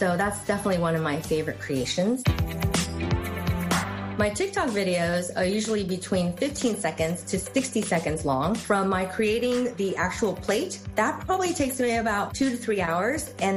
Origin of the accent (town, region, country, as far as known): California, United States